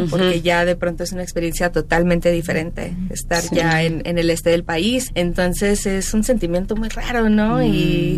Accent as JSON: {"language": "Spanish", "town": "Mazatlán", "region": "Sinaloa", "country": "Mexico", "tie": "born or raised there", "said": "Igual también creciendo en Mazatlán, tuve una experiencia mazatleca, ¿no?"}